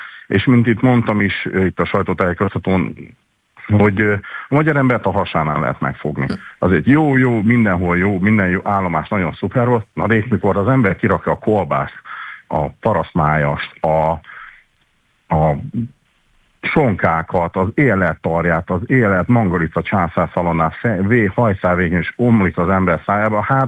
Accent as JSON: {"language": "Hungarian", "town": "Debrecen", "region": "Hajdú-Bihar", "country": "Hungary", "said": "ez most azért mondom, hogy a debreceniek vagyunk"}